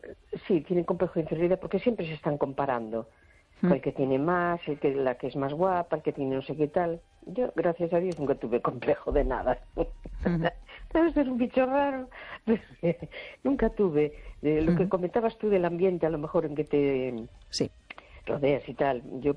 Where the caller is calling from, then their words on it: A Coruña, Galicia, Spain; Hola, buenas noches. Soy … de La Coruña.